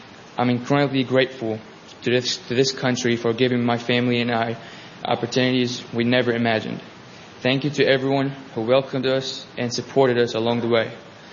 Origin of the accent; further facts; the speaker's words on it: Syria; now in United States; My family and I came from Syria looking for safety and a better future.